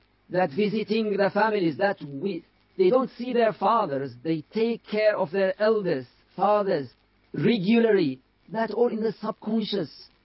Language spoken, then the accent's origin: English; United Arab Emirates; I grew up in Emirates, not in Mauritania.